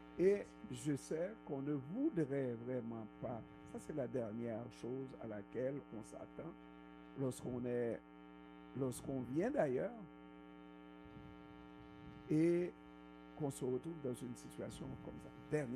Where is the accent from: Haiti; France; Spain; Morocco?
Haiti; now in Canada; alors que moi, je viens d'arriver d'Haïti, je ne suis pas sans abri.